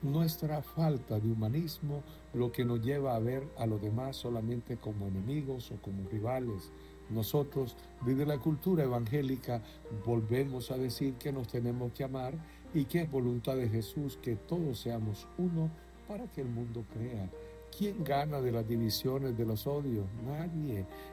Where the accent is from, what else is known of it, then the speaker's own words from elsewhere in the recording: El Salvador; Qué lindo será el día en que como salvadoreños